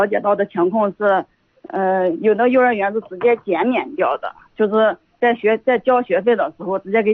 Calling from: Xinjiang County, Shanxi, China; 新绛县的。

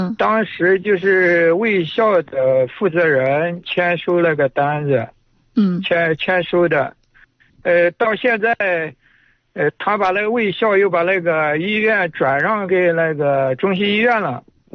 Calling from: Yuncheng, Shanxi, China; 我是延辉区的。

